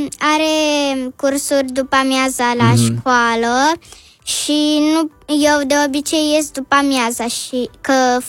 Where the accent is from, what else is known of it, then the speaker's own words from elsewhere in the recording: Bucharest, Romania; din București și am 8 ani și sunt din București.